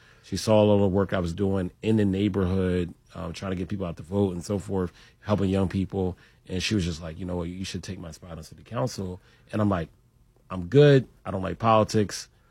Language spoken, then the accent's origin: English; Philadelphia, Pennsylvania, United States; I grew up in North Philadelphia around 11th and Tioga. Around when I was about 10, I moved to Mount Airy.